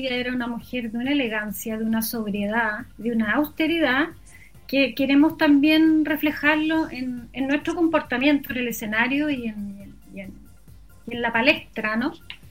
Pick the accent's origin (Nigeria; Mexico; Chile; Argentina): Chile; cuando descubren que somos chilenos, dicen, ¡yo también soy chileno!